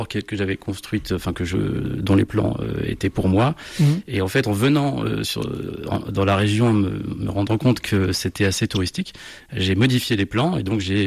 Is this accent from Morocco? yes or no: no; Île-de-France, France; moved away as an adult; now in Burgundy, France; J'ai grandi dans le Val d'Oise chez mes parents.